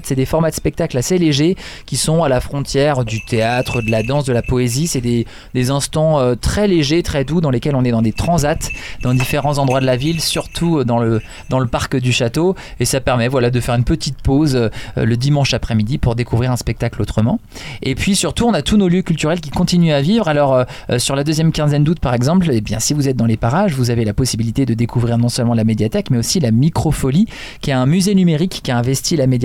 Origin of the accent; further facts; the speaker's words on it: Brittany, France; now in Domfront, France; Non, moi je suis breton, je suis de l'autre côté de la frontière.